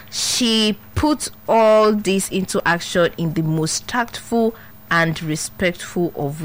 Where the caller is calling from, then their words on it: Ogun, Nigeria; Hello, good evening. … from Ejigun, Ogun State. First time listener.